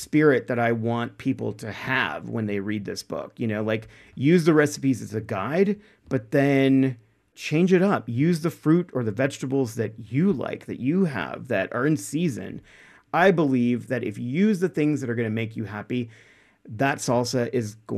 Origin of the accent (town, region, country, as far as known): Texas, United States; born or raised there